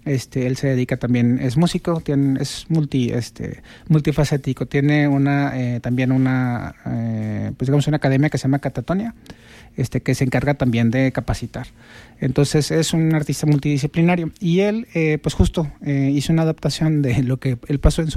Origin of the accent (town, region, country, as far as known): Mexico